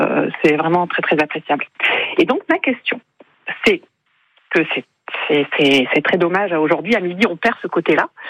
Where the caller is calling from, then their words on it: Arros-de-Nay, Nouvelle-Aquitaine, France; moi je suis sur la plaine de Naï